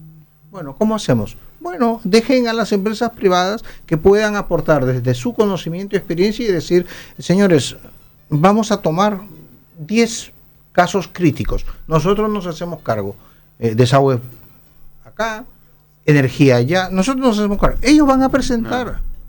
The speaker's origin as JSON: {"language": "Spanish", "country": "Peru", "moved": "yes", "lives_now": "Paraguay", "said": "somos peruanos de origen, de un país de 33 millones de habitantes."}